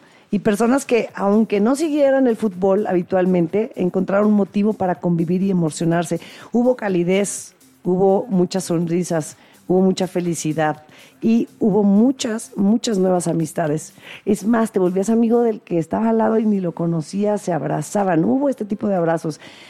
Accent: Mexico; evolucionamos como mexicanos, como país.

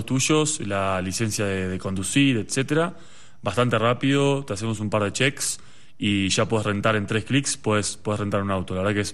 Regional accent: Uruguay; en mi país, en Uruguay

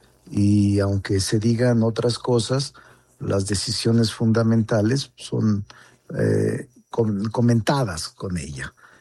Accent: Zacatecas, Mexico; O incluso Zacatecas, mi tierra, no yendo tan lejos, Carlos, que yo soy muy sincero y muy franco

